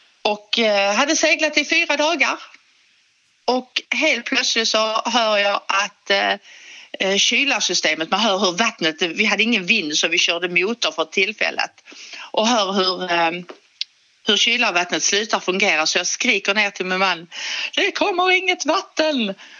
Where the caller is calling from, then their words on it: Skåne, Sweden; Du kanske hör att vi är från Skåne.